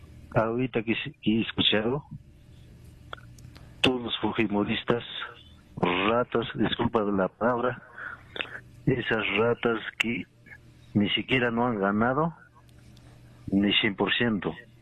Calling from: Taraco, Puno, Peru

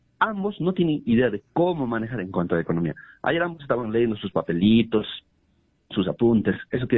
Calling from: Juliaca, Puno, Peru; Buenos días … de Juliaca.

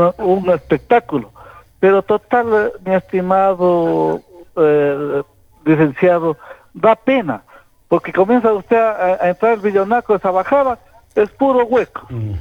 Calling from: Loja, Ecuador; yo digo, ¿para qué seremos tan bobitos los lojanos

